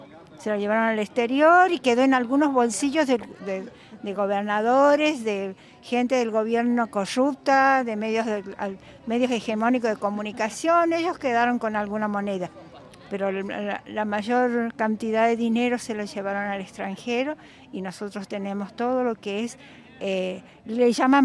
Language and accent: Spanish; Catamarca, Argentina; vengo de Catamarca.